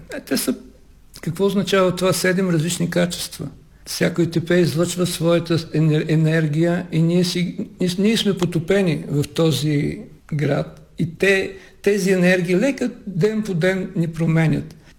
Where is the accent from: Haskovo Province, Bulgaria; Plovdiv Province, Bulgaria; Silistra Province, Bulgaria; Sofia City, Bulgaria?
Plovdiv Province, Bulgaria; Plovdiv; moved away as an adult; also born or lived in Italy; now in Plovdiv, Bulgaria; съм роден в Пловдив през 55 години от този миналия век